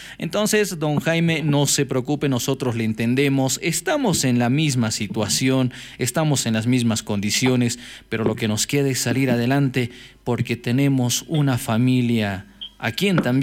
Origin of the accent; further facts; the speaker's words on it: Bolivia; Y así somos los bolivianos que siempre vamos trabajando, incluso fines de semana, ¿no?